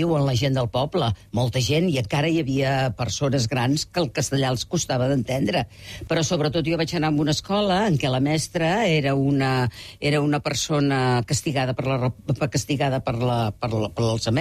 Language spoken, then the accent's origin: Catalan; L'Argentera, Catalonia, Spain; born there; first language Catalan